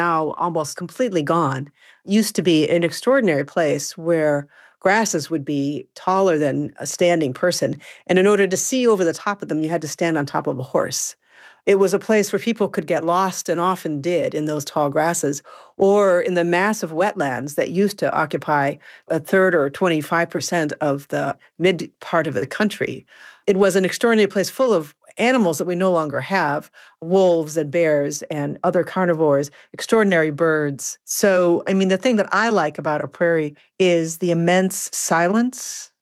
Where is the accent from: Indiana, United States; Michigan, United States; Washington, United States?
Michigan, United States; I mean, I grew up in Michigan. I grew up in a suburb of Detroit.